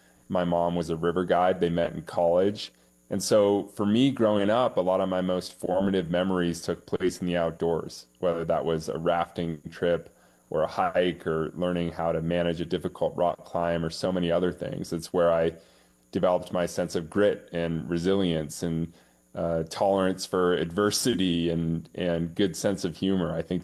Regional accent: Seattle, Washington, United States; And that's my home too. I grew up in Seattle.

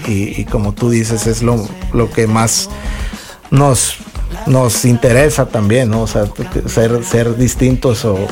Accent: Sinaloa, Mexico; yo crecí con esa música. Claro. Pues soy de Sinaloa.

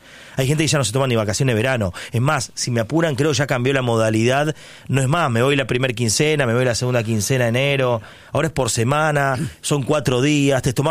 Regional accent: Argentina; Soy un argentino que quiere que las cosas vuelvan a ser como fueron en un momento.

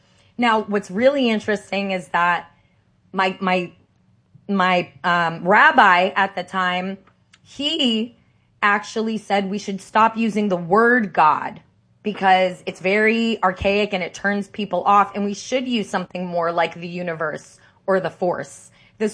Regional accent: Santa Monica, California, United States; I went back to the same synagogue where I grew up in Santa Monica.

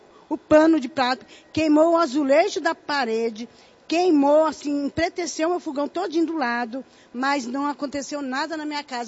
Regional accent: São Paulo, Brazil; sou do Real Parque.

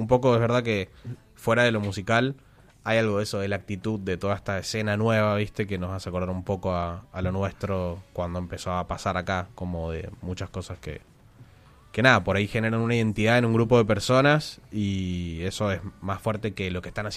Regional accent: Mendoza, Argentina; No sé si el más mendocino, pero soy el que está acá.

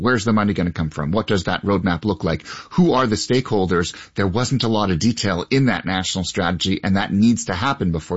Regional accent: Quebec, Canada; And you know, I come from Quebec. Obviously, hydro was a really big issue growing up

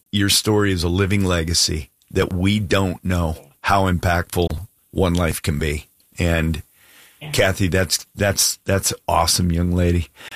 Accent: Homer, Alaska, United States; Yeah, no, I was born in Homer and raised up there.

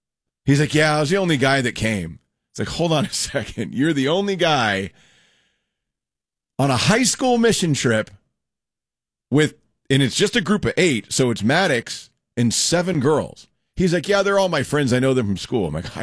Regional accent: Rockwall, Texas, United States; I grew up, as everybody knows, I grew up in Rockwall.

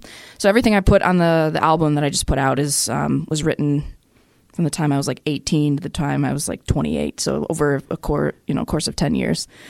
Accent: Michigan, United States; So when I was about 18 or 19, I'm from Michigan. I was hanging out in downtown Ann Arbor

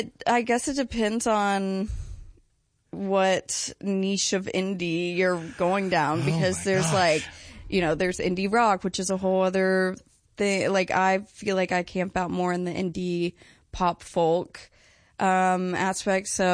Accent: Ringgold, Georgia, United States; I'm technically from Ringgold. I tell people I'm from Chattanooga because, I mean

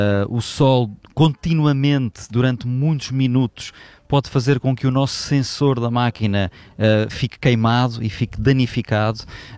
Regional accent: Portugal; como bons portugueses que todos nós somos, deixámos certamente para a última a compra ou a aquisição destes óculos.

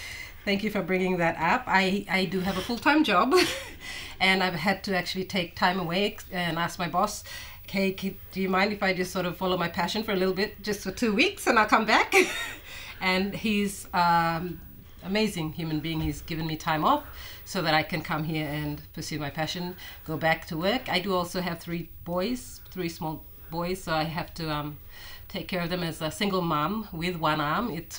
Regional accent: East Sepik, Papua New Guinea; I am from Sipik. So a lot of my Sipik background inspires a lot of my designs.

